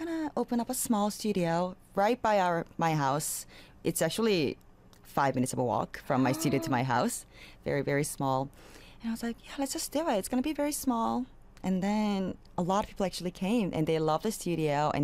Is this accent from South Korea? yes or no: yes; South Korea; because he always felt like I didn't have enough time growing up in Korea.